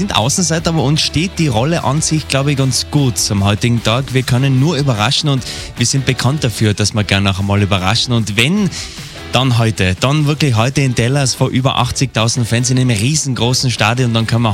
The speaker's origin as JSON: {"language": "German", "town": "Schwaz", "region": "Tyrol", "country": "Austria", "said": "sondern auch bei uns in Schwarz und ab 19 Uhr rollt die Kugel dann."}